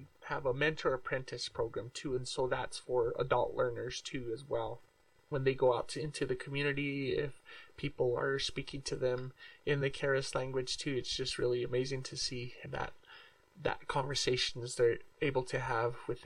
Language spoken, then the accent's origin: English; New Mexico, United States; I am from the Pueblos of Cochiti and San Felipe, and I come from the Oak Clan.